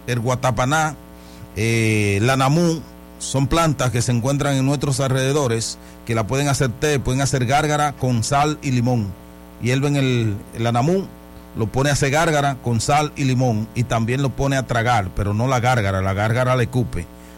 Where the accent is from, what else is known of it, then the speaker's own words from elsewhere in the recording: Dominican Republic; Yo veo árboles de nin en mi país, especialmente aquí en la Romana.